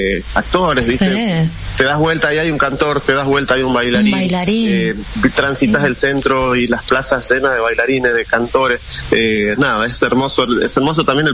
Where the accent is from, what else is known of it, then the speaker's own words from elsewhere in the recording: Salta, Argentina; como argentinos y sobre todo como salteños.